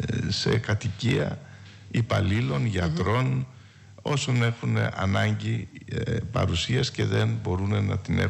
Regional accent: Rhodes, South Aegean, Greece; Ο Δήμος, η πόλη μου

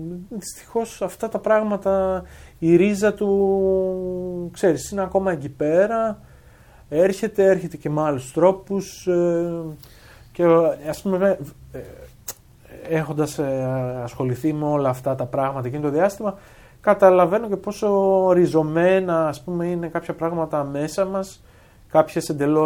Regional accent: Drama, Eastern Macedonia and Thrace, Greece; το τι έγινε στην πόλη μου συγκεκριμένα

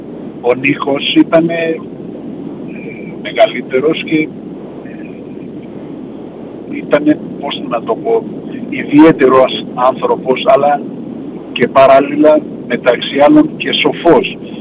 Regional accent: Thessaloniki, Central Macedonia, Greece; moved away as an adult; now in Athens, Greece; είναι η πόλη μου, τόπος που μεγάλωσα

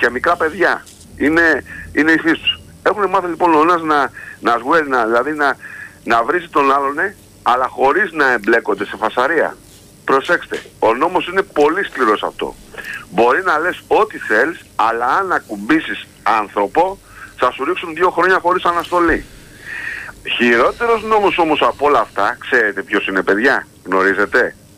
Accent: Greece; εάν εγώ που είμαι Έλληνας

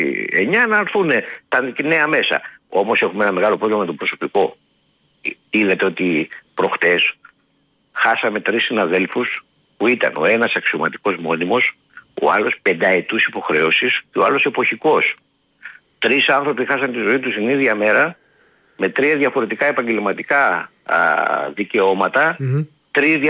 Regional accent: Greece; σαν Έλληνες πολίτες

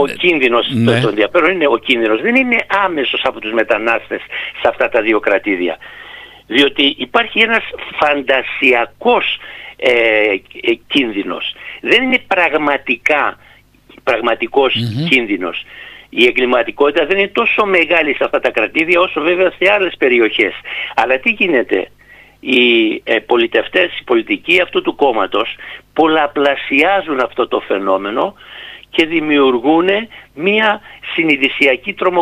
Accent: Chios, North Aegean, Greece; στην πατρίδα μου στοιχείο, στη Βιάλ, που είναι ένα πρώην εργοστάσιο αλουμινίου και έχει μετατραπεί σε καταβλισμό προσφύγων

